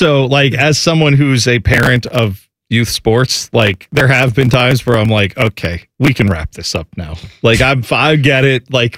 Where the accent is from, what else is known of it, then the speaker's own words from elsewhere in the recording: Columbus, Ohio, United States; I lived over by Independence High School. I didn't grow up in Dublin.